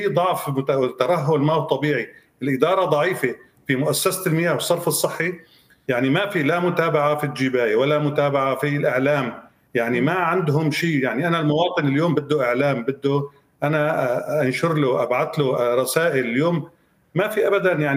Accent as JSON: {"language": "Arabic", "town": "Aleppo", "region": "Aleppo Governorate", "country": "Syria", "said": "عندنا في حلب"}